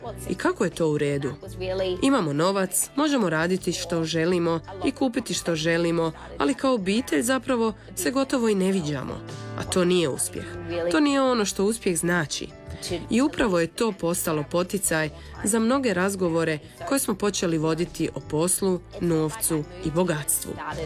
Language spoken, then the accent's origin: Croatian; Perth, Western Australia, Australia; now in Croatia; Rođena sam i odrasla u Perthu. Volim Perth i još ga uvijek smatram jednim od najljepših gradova na svijetu.